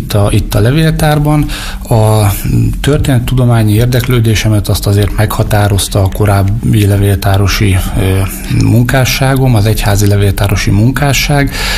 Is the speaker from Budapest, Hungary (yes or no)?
no; Borsod-Abaúj-Zemplén, Hungary; Én közi-bodrog-zugi származású vagyok, és ugye itt a vízügy, illetve a folyóknak a közelsége